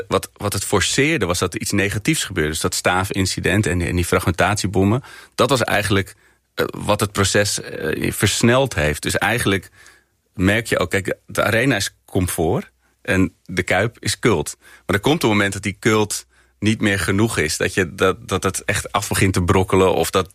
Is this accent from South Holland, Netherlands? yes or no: no; Amsterdam, North Holland, Netherlands; Het ligt natuurlijk al in Zuidoost, het stadsdeel waar ik geboren ben